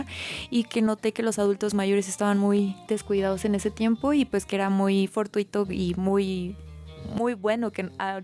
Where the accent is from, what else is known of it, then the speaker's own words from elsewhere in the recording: Zacatecas, Mexico; born there; Sí, soy de aquí de nacimiento